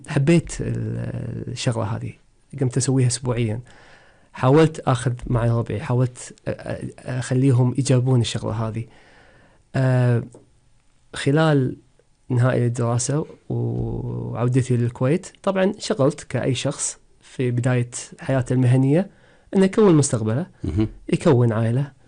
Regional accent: Kuwait; أولا كوني شخص كويتي، شاب كويتي، طبعا ولدت وتربيت في مجتمع نحب الحركة من وإحنا صغار.

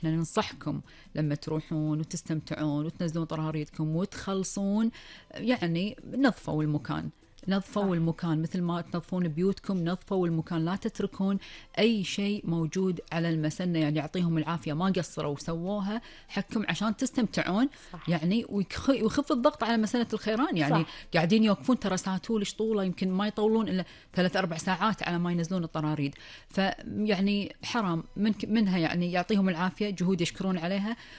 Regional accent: Kuwait; لديرتنا الحبيبه الكويت

